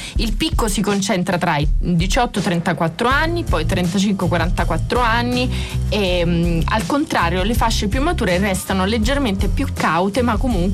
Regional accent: Sicily, Italy; now in Rome, Italy; Perché siamo siciliane, capito?

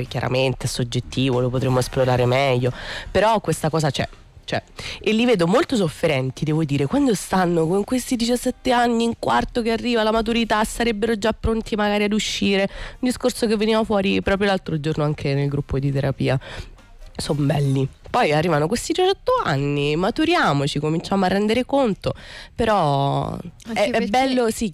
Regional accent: Lazio, Italy; lo dico da Ciociara

